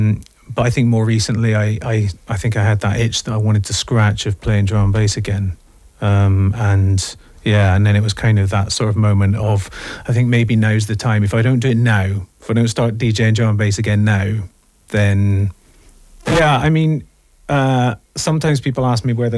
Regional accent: Bristol, South West England, United Kingdom; moved away as an adult; now in Glasgow, United Kingdom; I've been in Glasgow for 18 years now, originally from Bristol.

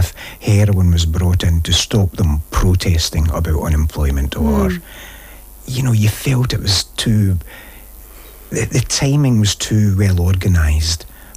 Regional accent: Scotland, United Kingdom; my hometown in Ayrshire

